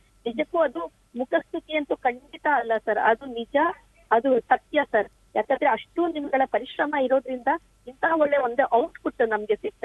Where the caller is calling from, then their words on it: Karnataka, India; ನಮ್ಮ ಊರಲ್ಲಿ ನಾನು ಹಿಂಗೆ ಹಿಂದೆನೂ ಹೇಳಿದ್ದೆ ಸರ್, ಸಿದ್ದರಬೆಟ್ಟ